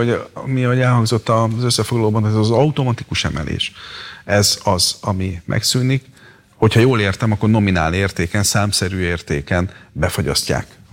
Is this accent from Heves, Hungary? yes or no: no; Szeged, Csongrád-Csanád, Hungary; Szegedi vagyok.